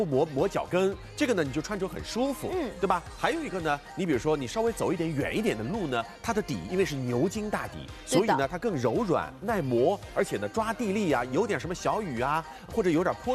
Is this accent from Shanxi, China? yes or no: no; Shanghai, China; 阿拉上海人讲叫 emasa